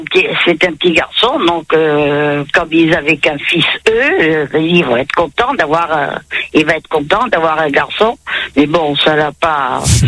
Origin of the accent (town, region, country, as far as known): Nouvelle-Aquitaine, France; born or raised there